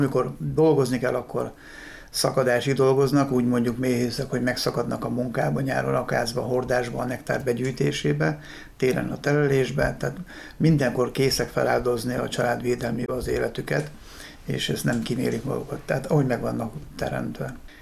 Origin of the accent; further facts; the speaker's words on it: Ősagárd, Nógrád, Hungary; Ősagárdon egy kis faluban, délnográdi kis falu, szíven evangélikus faluban nőttem fel